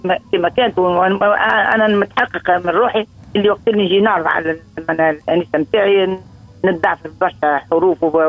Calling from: Nabeul, Nabeul Governorate, Tunisia

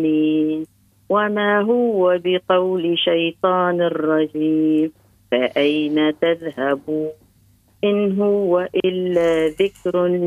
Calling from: Kebili, Kebili Governorate, Tunisia

